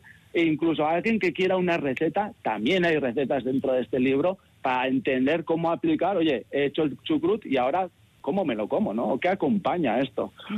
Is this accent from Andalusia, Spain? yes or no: no; Pamplona, Navarre, Spain; por lo menos yo que soy de Pamplona, como súper típico hacer una compota, ¿no?